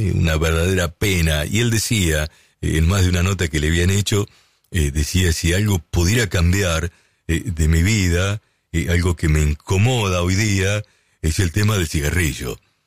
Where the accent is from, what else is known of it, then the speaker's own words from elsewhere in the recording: Lincoln, Buenos Aires Province, Argentina; Gracias por estar escuchando allí en mi ciudad de Lincoln.